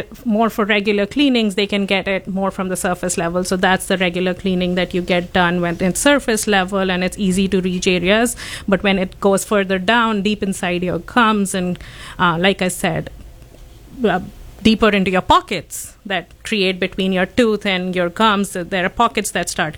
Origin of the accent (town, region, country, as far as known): India; born or raised there